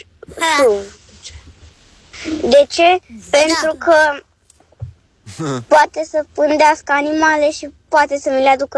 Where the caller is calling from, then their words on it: Iași, Iași County, Romania; din Iași, am 7 ani